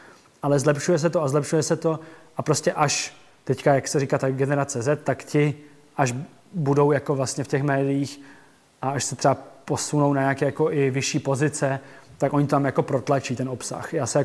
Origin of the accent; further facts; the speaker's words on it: Ostrava, Moravian-Silesian Region, Czechia; Z Ostravy. A právě jsem jako pracoval v Praze, studoval, ale měl jsem jako velkou motivaci se vrátit domů.